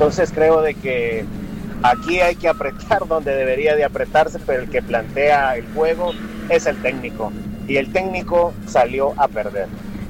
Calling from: El Salvador; como salvadoreño de corazón que sufre siempre cuando la selecta juega y pierde de esa manera

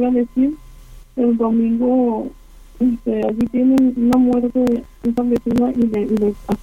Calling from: Tijuana, Baja California, Mexico; de Tijuana.

